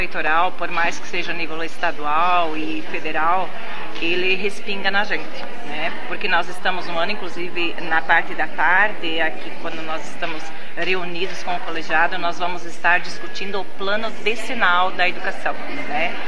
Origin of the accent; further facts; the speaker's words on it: Itapiranga, Santa Catarina, Brazil; Eu sou do município de Itapiranga. De Itapiranga